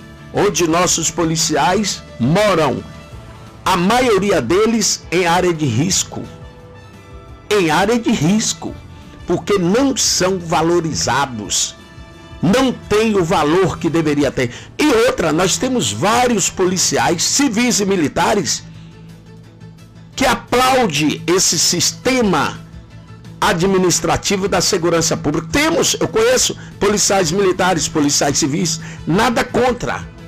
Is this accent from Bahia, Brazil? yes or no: yes; Bahia, Brazil; Eu, sinceramente, como baiano